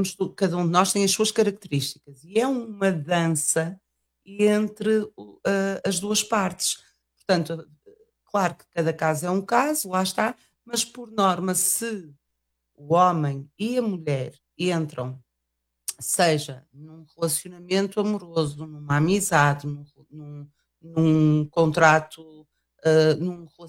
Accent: Portugal; now in Switzerland; Eu sou portuguesa, mas não vivo em Portugal. Vivo na Suíça há já quase 30 anos.

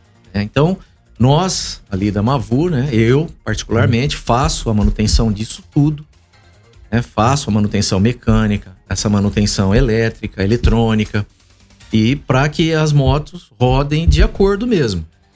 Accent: Bauru, São Paulo, Brazil; moved away as an adult; now in Piraju, Brazil; eu sou de Bauru.

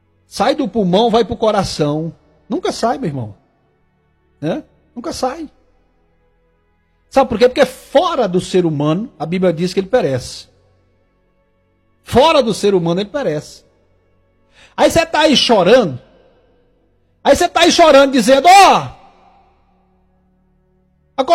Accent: Tocantins, Brazil; Lá na minha cidade, né, eu que sou lá do Tocantins, dizia assim, era o rezador benzedor.

